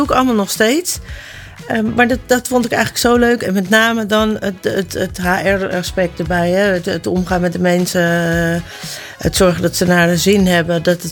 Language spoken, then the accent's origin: Dutch; Uithoorn, North Holland, Netherlands; moved away as an adult; now in Aalsmeer, Netherlands; woonachtig in Aalsmeer sinds het jaar 2000. Ik kom hier oorspronkelijk eigenlijk niet vandaan. Ik ben namelijk geboren en getogen in Uithoorn.